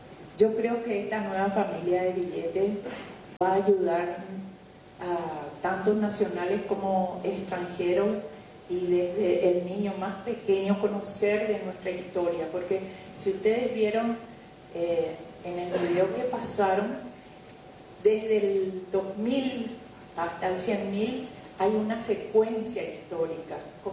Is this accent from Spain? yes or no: no; Paraguay